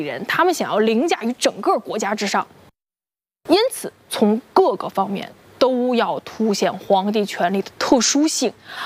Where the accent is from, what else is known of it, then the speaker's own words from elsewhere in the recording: Beijing, China; 我是因为从小在北京长大，记忆里最常见的花是月季